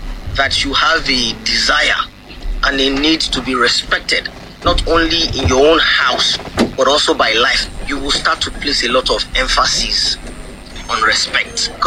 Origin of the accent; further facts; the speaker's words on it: Ajawa, Oyo, Nigeria; I'm from Ajawa